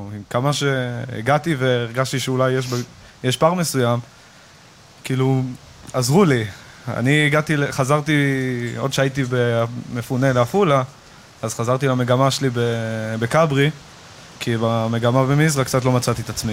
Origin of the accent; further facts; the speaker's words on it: Hanita, Northern District, Israel; כן, אני מפה כבר גיל שנה, שנתיים, משהו כזה.